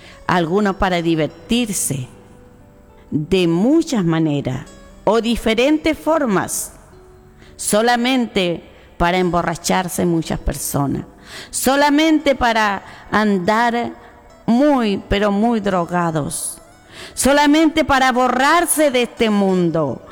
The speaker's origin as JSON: {"language": "Spanish", "country": "Chile", "said": "como chilenos que somos"}